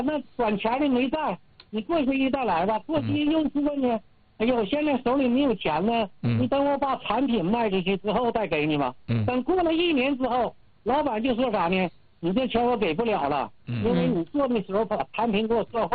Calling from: Liaoyuan, Jilin, China; 我是东风县的

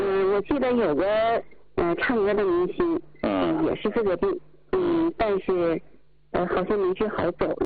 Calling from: Shenyang, Liaoning, China; 今年64岁了。

